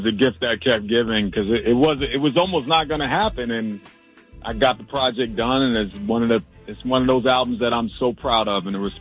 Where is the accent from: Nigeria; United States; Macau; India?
United States; New York; I'm a New Yorker